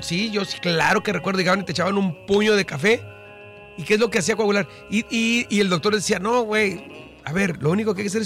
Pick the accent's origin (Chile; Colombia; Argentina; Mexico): Mexico; Tijuana, Baja California; Yo soy tijuanense, allá en la vivíamos en La Libertad.